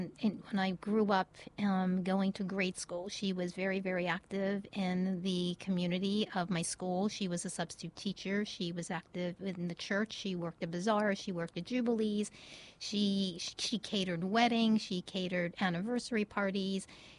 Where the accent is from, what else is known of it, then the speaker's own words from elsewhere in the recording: Baltimore, Maryland, United States; I grew up in Baltimore City